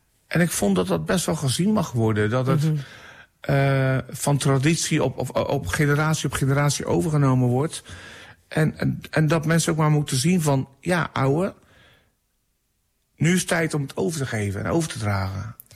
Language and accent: Dutch; Dordrecht, South Holland, Netherlands; Ik ben eigenlijk een beetje gevlucht uit Dordrecht, omdat ik niet passerig bedoeld, maar ik ben geen bekende Nederlander, maar in Dordrecht, als ik in de binnenstad loop, dan word ik constant aangesproken.